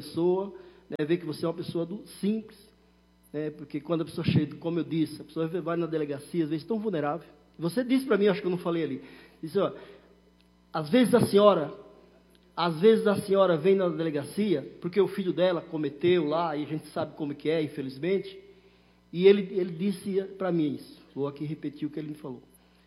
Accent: Northeast Region, Brazil; now in São Paulo, Brazil; as pessoas que são da região lá de onde eu sou, de onde eu vim também, muitos nordestinos que veio da... Você não veio do Nordeste, mas eu vim da roça. Da roça, trabalhava de enxada. E vim para São Paulo

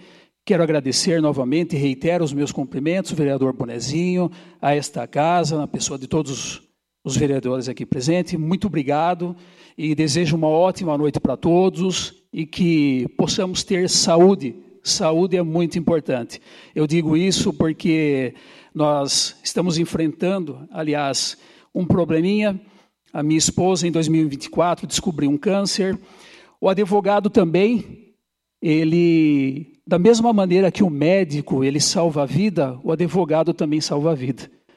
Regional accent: Sorocaba, São Paulo, Brazil; now in Araras, Brazil; eu sou de Sorocaba, vim para cá, para Araras, em 1993.

